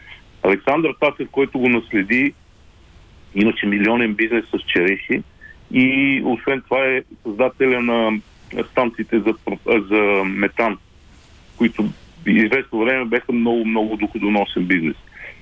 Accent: Plovdiv, Plovdiv Province, Bulgaria; moved away; въпреки че съм от Пловдив, да, в рождение и възпитание, излязах от града през 83-та година

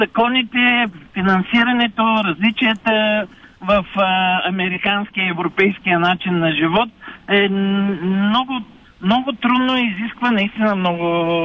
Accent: Kazanlak, Stara Zagora Province, Bulgaria; moved away as an adult; also born or lived in Plovdiv; now in Canada; Аз вече 25 години съм в Канада, да, но съм от Казанлък.

